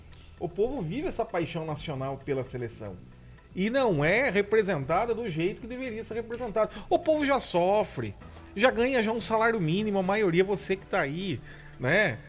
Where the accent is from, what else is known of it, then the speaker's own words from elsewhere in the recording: Brazil; nós somos brasileiros e estamos falando daqui